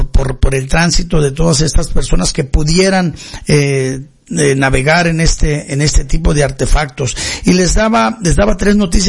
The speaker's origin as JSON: {"language": "Spanish", "country": "Mexico", "said": "Y nosotros como mexicanos, ¿cuál es nuestra expectativa en este segmento, en este sector?"}